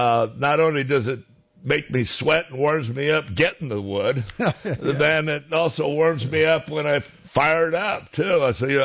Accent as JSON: {"language": "English", "region": "California", "country": "United States", "tie": "born or raised there", "said": "I grew up in Northern California. My father ran a sawmill in Ukiah, and we ran a great vineyard and pear orchard, as well as my father was a millwright for a big mill up there."}